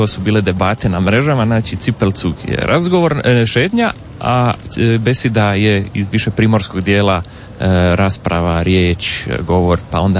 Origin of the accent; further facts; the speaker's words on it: Dalmatia, Croatia; accent: Dalmatian; a ja u Dalmaciji kažem pazar.